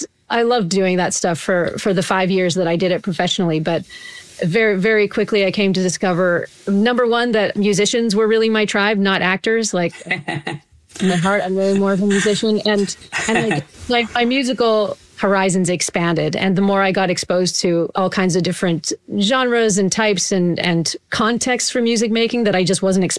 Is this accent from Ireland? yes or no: no; Biggar, Saskatchewan, Canada; I grew up in Bigger Saskatchewan, really small town, about 2,000